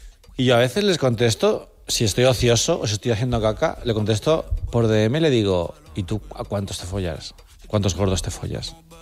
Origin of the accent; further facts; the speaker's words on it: Alcorcón, Community of Madrid, Spain; yo no nací en Alcorcón porque no había hospital en el 84, pero yo he vivido toda la vida en Alcorcón.